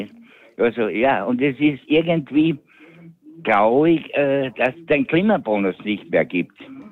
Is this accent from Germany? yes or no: no; Austria; es gibt bei uns in Österreich viele reiche Leute, aber ich glaube noch mehr Ärmere. Und da gehöre ich auch irgendwie dazu.